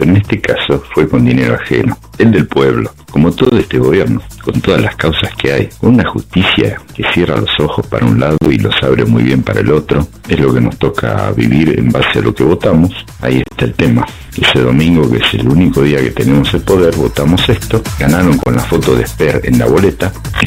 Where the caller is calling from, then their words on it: Burzaco, Buenos Aires Province, Argentina; de Bursaco.